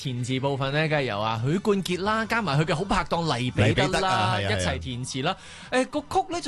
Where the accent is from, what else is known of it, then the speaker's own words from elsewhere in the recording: Hong Kong; 好啱我哋香港人聽。